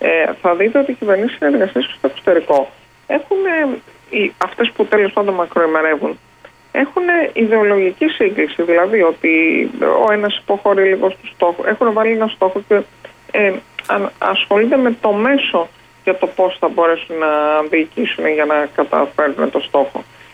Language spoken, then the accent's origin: Greek; Central Greece, Greece; Επειδή εγώ τυχαίνει να κατάγομαι και από τη Φωκίδα και λόγω τοπιότητας